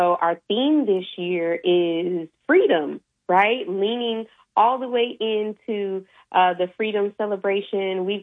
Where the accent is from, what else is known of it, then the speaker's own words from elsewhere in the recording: Denver, Colorado, United States; I grew up in Denver. I grew up celebrating Juneteenth.